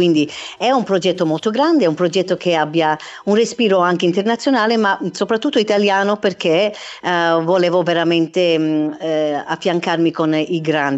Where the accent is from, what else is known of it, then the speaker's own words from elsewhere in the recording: Melbourne, Victoria, Australia; now in Italy; io sono nata artisticamente in Australia, a Melbourne.